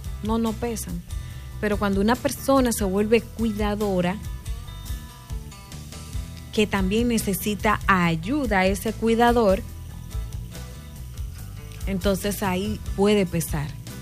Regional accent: Dominican Republic; como dominicanos nosotros tenemos una tradición

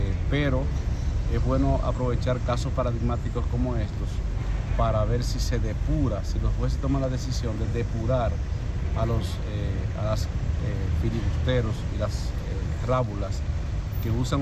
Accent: Puerto Plata, Dominican Republic; also born or lived in Santiago, Dominican Republic; Pues yo soy de aquí prácticamente. Yo nací en Puerto Plata y Puerto Plata era parte del Departamento Judicial de Santiago. Y me eduqué aquí

